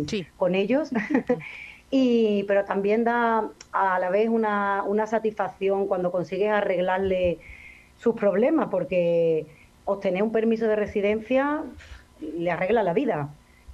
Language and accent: Spanish; Spain; somos un país, la verdad, de brazos abiertos, porque es que lo somos.